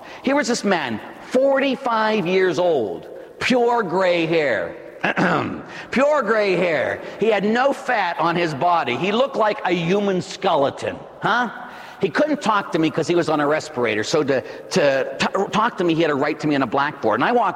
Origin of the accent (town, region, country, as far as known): Pittsburgh, Pennsylvania, United States; born or raised there